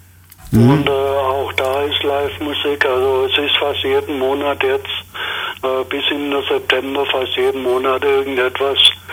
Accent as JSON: {"language": "German", "region": "Swabia", "country": "Germany", "tie": "born there", "moved": "yes", "lives_now": "Solingen, Germany", "said": "Auch wenn ich ein gebürtiger Schwabe bin."}